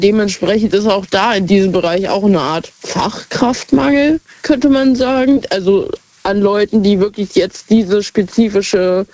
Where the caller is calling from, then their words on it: Hanover, Lower Saxony, Germany; Aus Hannover tatsächlich.